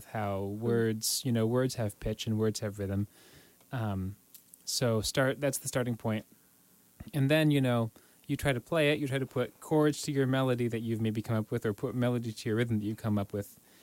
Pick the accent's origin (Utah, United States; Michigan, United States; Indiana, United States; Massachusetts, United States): Indiana, United States; The words are by a poet from Indiana, actually, yes. from my home state, James Whitcomb Riley.